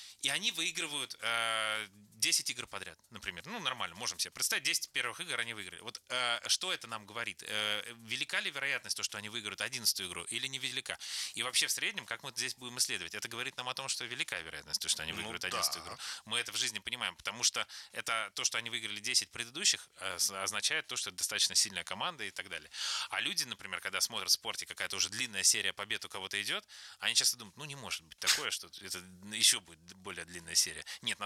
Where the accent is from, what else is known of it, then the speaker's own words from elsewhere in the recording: Leningrad Oblast, Russia; И люди также смотрят, когда вот я там из Ленинградской области, например, в Москве встретил в поезде, в метро, своего одногруппника.